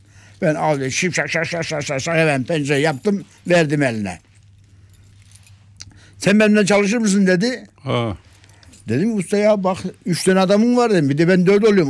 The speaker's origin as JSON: {"language": "Turkish", "town": "Develi", "region": "Kayseri", "country": "Turkey", "tie": "born or raised there", "moved": "yes", "lives_now": "Ankara, Turkey", "said": "Kayseri'nin Develi kazasının Zile mahallesi oldu şimdi. Zile köyünden doğdum."}